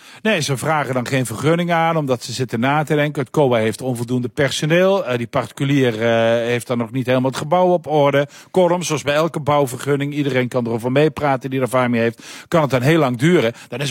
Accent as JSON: {"language": "Dutch", "country": "Netherlands"}